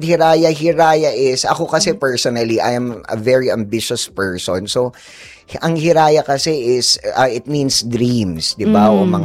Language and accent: Tagalog; Cordillera Administrative Region, Philippines; And to us, na mostly Cordillerans, yun din yung nais namin na maramdaman